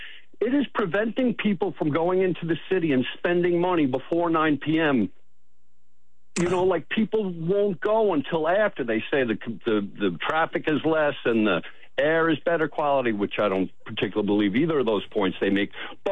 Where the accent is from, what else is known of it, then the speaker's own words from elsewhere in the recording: Hicksville, New York, United States; moved away as an adult; now in Chelsea, Manhattan, United States; I grew up in Hicksville. Yeah, it's terrible. I grew up in Hicksville. I live in Chelsea all these years now